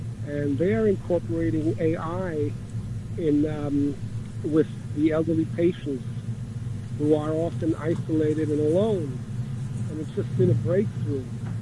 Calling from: New York, United States; from Manhattan.

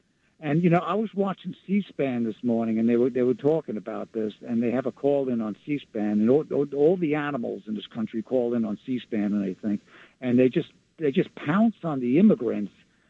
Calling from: Long Island, New York, United States; from Long Island.

